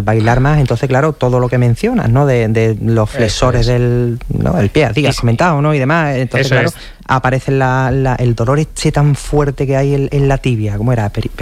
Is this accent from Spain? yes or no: yes; Spain; porque yo creo que es que somos españoles y como españoles que somos decimos, venga, vamos, ¿no? seguimos.